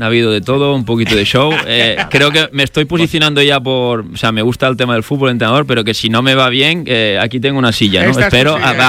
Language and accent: Spanish; Girona, Catalonia, Spain; now in Madrid, Spain; pasar unos buenos días también ahora en mi tierra, que voy para allá, para Girona, que hace mucho tiempo que no voy